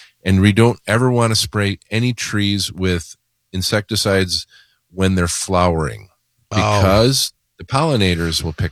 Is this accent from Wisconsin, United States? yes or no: yes; Mukwonago, Wisconsin, United States; I grew up in Mequonago, and we're the Mequonago Indians